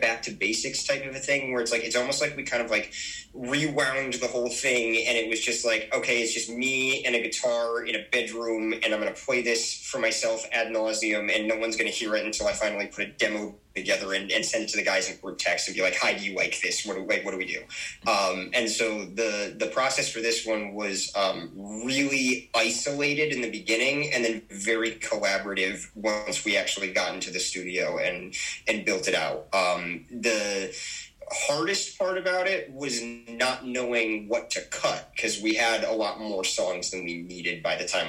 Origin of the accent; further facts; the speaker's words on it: Naugatuck, Connecticut, United States; We're from Naugatuck, Connecticut, which is, if you're not aware, a tiny little borough that's attached to Waterbury and over in New Haven County.